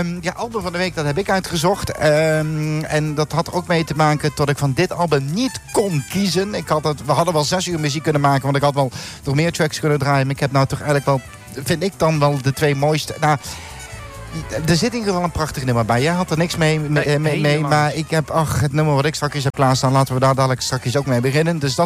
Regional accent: Sittard, Limburg, Netherlands; En dat was op een, ik kom uit Sittard.

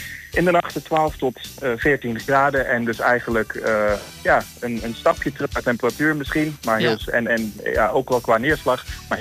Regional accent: Netherlands; En we zijn nu even in Italië, in de Carrefour, als echte Hollanders boodschappen doen.

